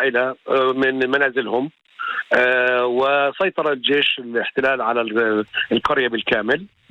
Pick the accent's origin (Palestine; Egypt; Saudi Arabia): Palestine; ما نراه كفلسطينيين